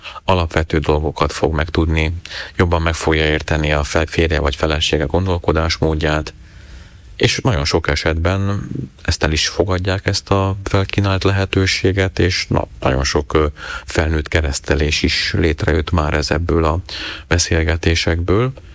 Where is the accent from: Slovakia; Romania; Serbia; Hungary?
Slovakia; moved away as an adult; now in Prague, Czechia; ezt nagyon nehéz volt nekem ipolymentiként úgy megértenem. Ahhoz voltam hozzászokva, tehát, hogy ott én ebben nevelkedtem, ezt éltem meg